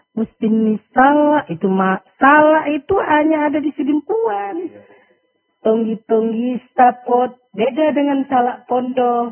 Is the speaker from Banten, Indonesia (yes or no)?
no; North Sumatra, Indonesia; kami adalah orang Angkola.